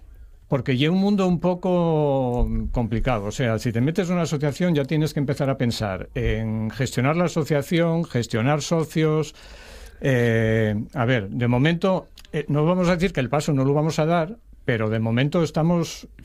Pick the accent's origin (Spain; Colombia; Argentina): Spain; Oviedo, Asturias; yo que soy del entorno de Oviedo, del municipio de Oviedo.